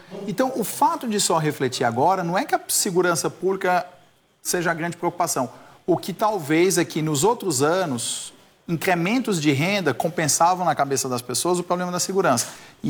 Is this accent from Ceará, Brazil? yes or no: yes; Ceará, Brazil; Eu sou cearense, tá?